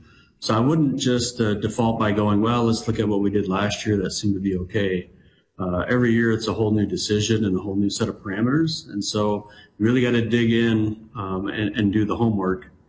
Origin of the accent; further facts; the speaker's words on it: Iowa, United States; So I grew up in Central Iowa.